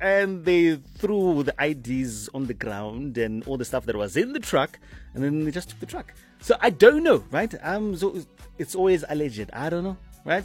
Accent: Gauteng, South Africa; I'm from Gautama, right?

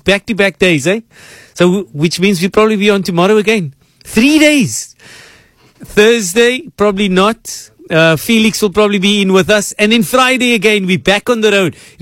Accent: Cape Town, Western Cape, South Africa; I am from Cape Town, born and raised here. Perhaps my parents and grandparents not from South Africa.

